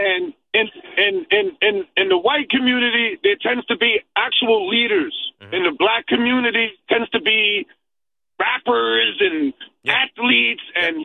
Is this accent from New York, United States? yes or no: yes; New York City, New York, United States; As an adult, I lived in Howard Beach